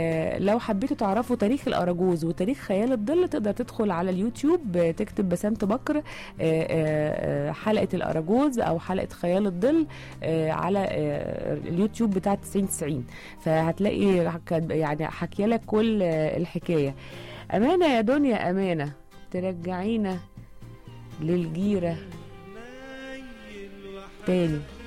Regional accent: Egypt; يعني الحاجات دي طبعا كلنا كمصريين عيشنا تفاصيل اكتر من كده.

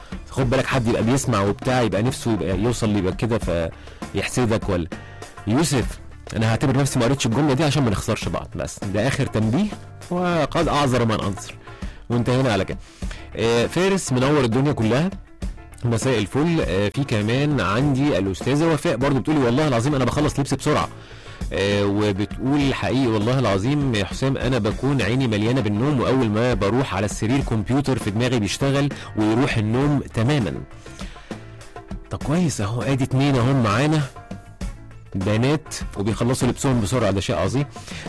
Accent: Egypt

